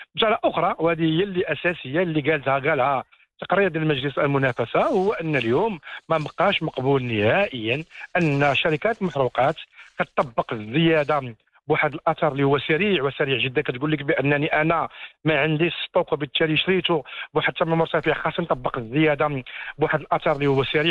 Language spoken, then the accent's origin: Arabic; Morocco; المفارقة الكبيرة اللي عندنا في المغرب